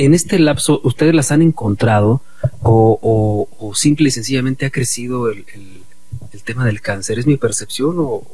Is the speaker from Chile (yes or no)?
no; Querétaro, Mexico